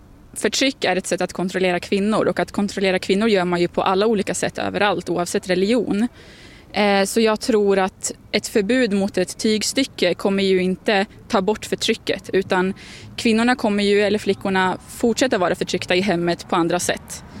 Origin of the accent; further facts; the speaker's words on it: Sweden; now in Fagersta, Sweden; Men samtidigt så älskar jag Sverige. Jag är svensk, jag vill bo här